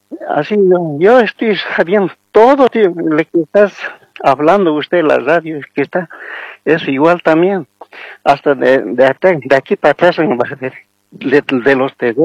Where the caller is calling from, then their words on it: Coripata, La Paz, Bolivia; Llamo de lado de Coripata.